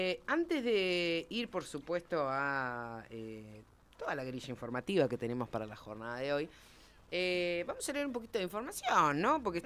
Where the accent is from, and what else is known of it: Argentina